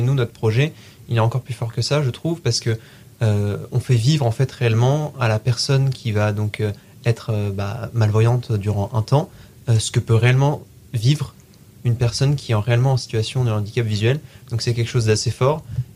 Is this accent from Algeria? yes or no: no; Rennes, Brittany, France; moved away as an adult; now in Tours, France; J'ai fait donc un bac technologique STMG à Rennes, là d'où je viens.